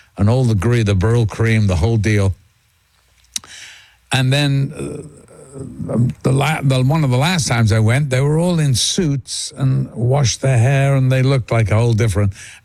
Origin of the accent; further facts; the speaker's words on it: Liverpool, North West England, United Kingdom; I'm from Liverpool.